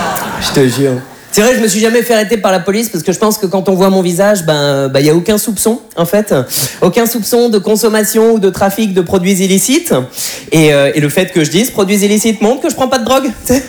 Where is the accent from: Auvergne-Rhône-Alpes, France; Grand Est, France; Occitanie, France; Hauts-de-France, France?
Hauts-de-France, France; Berck-sur-Mer; moved away as an adult; now in Paris, France; J'ai eu la chance de rentrer au bled, dans le plus grand des calmes, comme on dit chez nous à Berck-sur-Mer.